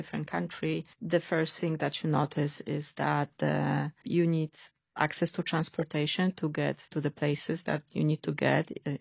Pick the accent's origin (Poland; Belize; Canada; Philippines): Poland; now in Austin, United States; Yeah. I moved to Austin in 2019 from Poland.